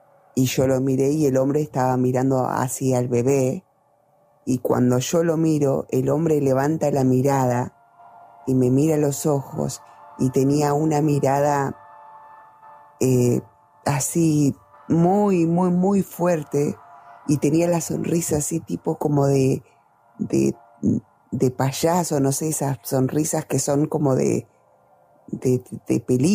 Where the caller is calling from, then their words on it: Río Negro, Argentina; soy de Río Negro.